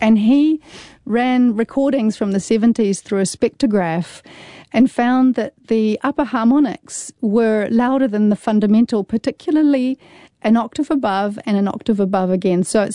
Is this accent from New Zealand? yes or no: yes; New Zealand; moved away as an adult; And my experience as a Kiwi, who, you know, we're quite kind of, we don't like to shake the boat, and we smile at each other and we say, hello, how are you?